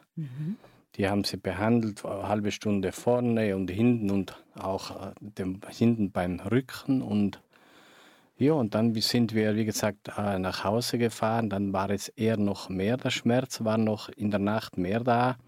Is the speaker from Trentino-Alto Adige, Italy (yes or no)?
yes; Trentino-Alto Adige, Italy; moved away; ich komme aus Südtirol, wie man vielleicht ein bisschen auch hören kann.